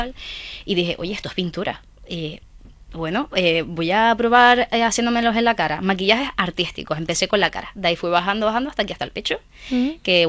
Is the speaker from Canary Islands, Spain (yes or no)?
yes; Fuerteventura, Canary Islands, Spain; Soy de Fuerteventura uh-huh. y tengo 21 años